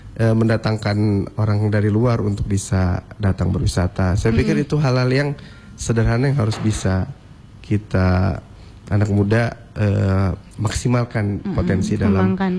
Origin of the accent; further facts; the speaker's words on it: Gorontalo, Indonesia; Maka saya berpikir di daerah saya sendiri kok saya nggak bisa menemukan. Kalau saya browsing dulu, saya cari-cari, kok ini berita-berita wisata, destinasi wisata Gorontalo tuh nggak ada yang valid.